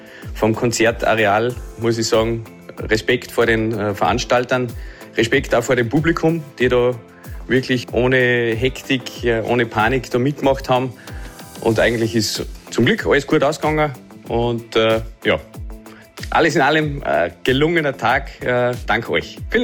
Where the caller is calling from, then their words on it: Kuchl, Salzburg, Austria; aus Kuchl.